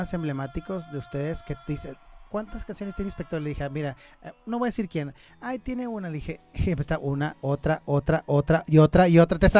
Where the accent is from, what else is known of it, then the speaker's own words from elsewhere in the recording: Monterrey, Nuevo León, Mexico; los que somos regios